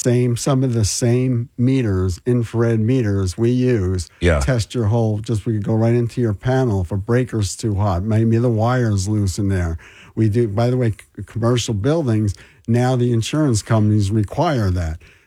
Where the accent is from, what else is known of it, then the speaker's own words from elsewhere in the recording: New Jersey, United States; moved away as an adult; now in South Jersey, United States; I'm from North Jersey, I moved to South Jersey or the shore area about 30 years ago.